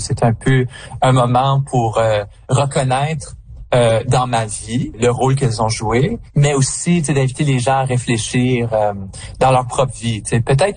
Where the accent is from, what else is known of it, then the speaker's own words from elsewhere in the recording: Canada; parce qu'en tant que Français-Canadien, je pense qu'on a une expérience très unique avec